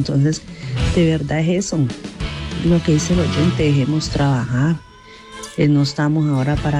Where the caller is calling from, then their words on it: Colombia; de aquí de Ciudad del Campo.